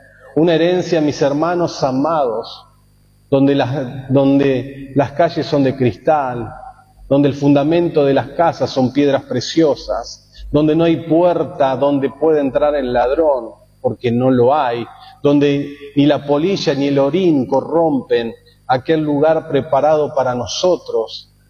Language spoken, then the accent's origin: Spanish; Argentina